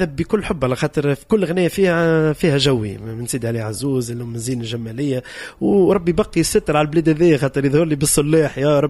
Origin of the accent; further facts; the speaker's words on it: Tunisia; عندنا في تونس